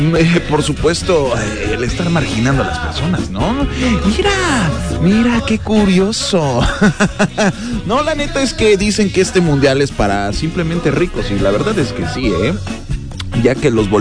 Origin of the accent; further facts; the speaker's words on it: Mexico; Como buen mexicanos que somos